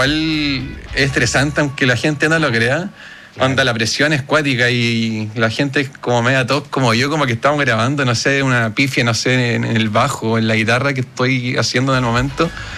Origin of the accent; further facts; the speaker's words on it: Machalí, O'Higgins, Chile; also born or lived in Rancagua; yo soy de la 7ª región, de Machalí.